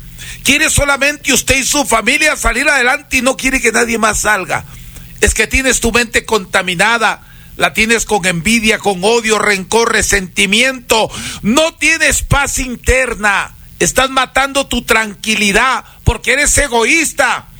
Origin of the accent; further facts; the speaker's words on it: Huancabamba, Piura, Peru; mi cultura huancabambina, peruana